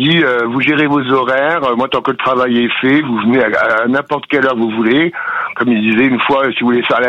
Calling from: Hauts-de-France, France; De Chivreval, dans l'Aisne, en Picardie.

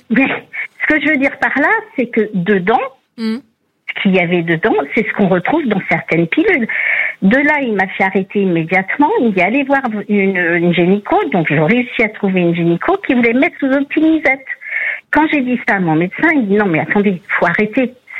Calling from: Centre-Val de Loire, France; De l'Indre.

